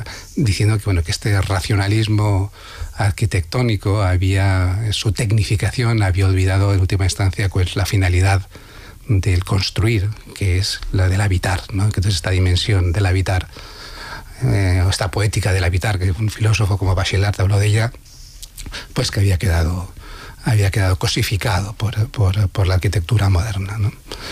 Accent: Valencian Community, Spain; sí, soy valenciano, o sea, conozco de cerca lo que es la especulación

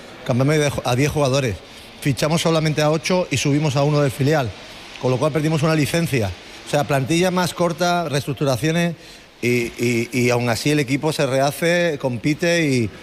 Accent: Málaga, Andalusia, Spain; Y yo soy de Málaga, yo soy de Maristas, yo muy orgulloso

